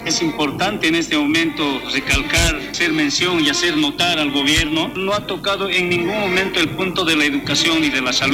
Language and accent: Spanish; Bolivia; nosotros como bolivianos, como actores productores mineros